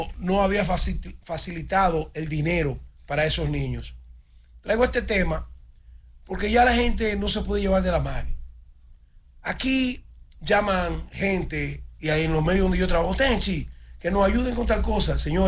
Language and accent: Spanish; Dominican Republic